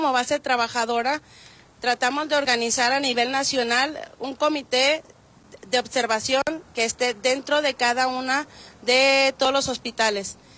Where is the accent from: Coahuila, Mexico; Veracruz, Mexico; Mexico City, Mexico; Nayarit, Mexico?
Coahuila, Mexico; Torreón; Fue muy satisfactorio, tan así que pues yo soy de Torreón, Coahuila, y decidí quedarme todavía para vivir esta experiencia, ¿sí?